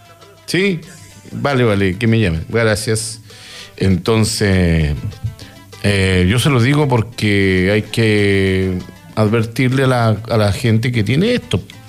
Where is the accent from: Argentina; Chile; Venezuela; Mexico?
Chile; Angol, Araucanía; born there; Ay, mi Guacolda querida. Yo nací en Guacolda, nací en La Pampa Ingeniero.